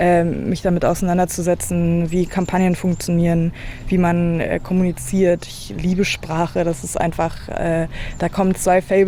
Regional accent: Mecklenburg-Vorpommern, Germany; Ich meine, ich komme aus MV, ich bin hier aufgewachsen, meine Familie lebt hier

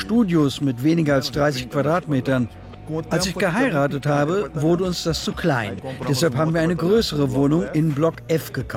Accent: Brazil; now in São Paulo, Brazil; Ich komme aus einem kleinen Dorf, 500 Kilometer weit weg. Und São Paulo ist von dort die nächste große Stadt.

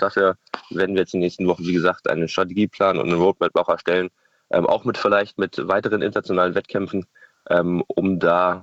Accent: Berlin, Germany; ich bin Berliner

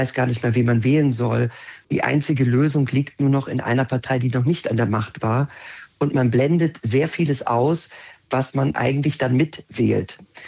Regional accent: Magdeburg, Saxony-Anhalt, Germany; gerade ich als Magdeburger und Sachsen-Anhaltiner

